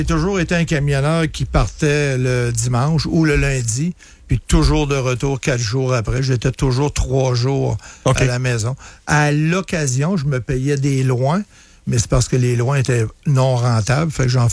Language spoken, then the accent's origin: French; Saint-Pierre-de-Broughton, Quebec, Canada; Moi, fils de cultivateur, puis la machinerie agricole, puis juste en face de la ferme chez nous à Saint-Pierre-de-Bretonne, il y avait une mine de talc.